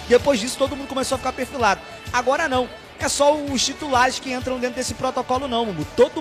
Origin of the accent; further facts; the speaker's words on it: Bangu, Rio de Janeiro, Brazil; Sou do Bangu. Rua da Rueira, Barão